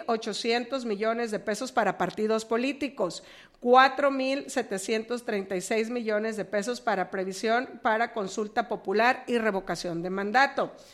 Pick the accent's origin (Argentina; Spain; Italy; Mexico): Mexico; la única responsabilidad que tenemos como mexicanos es ir a emitir el voto en las elecciones